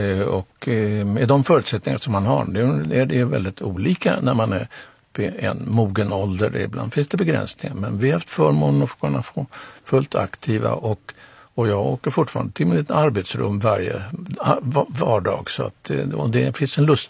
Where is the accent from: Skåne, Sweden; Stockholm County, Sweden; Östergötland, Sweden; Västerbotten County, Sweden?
Stockholm County, Sweden; Stockholm; för jag är nämligen uppvuxen på Fredrikshovsgatan, för pappa var präst i Oscarskyrkan 19 år, så det var det här jag sprungit som barnsben.